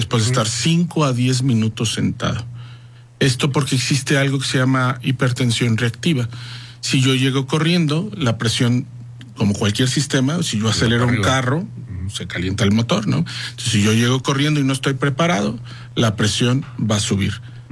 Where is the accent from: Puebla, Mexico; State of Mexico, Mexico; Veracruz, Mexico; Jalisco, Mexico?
Veracruz, Mexico; Yo soy de Veracruz